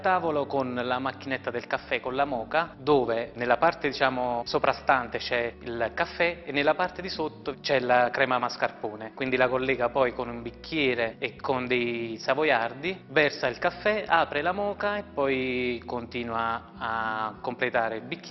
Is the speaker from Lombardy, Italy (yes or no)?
no; Taurasi, Campania, Italy; born or raised there